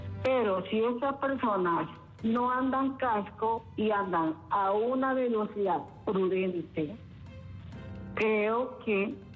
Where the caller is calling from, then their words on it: El Porvenir, Francisco Morazán, Honduras; Yo soy del Porvenir, Francisco Morazán.